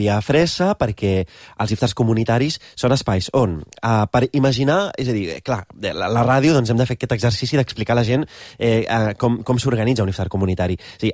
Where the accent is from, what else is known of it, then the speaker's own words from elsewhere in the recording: Roses, Catalonia, Spain; Jo soc de Roses, de Girona, i la gent de Girona fem una mica el que...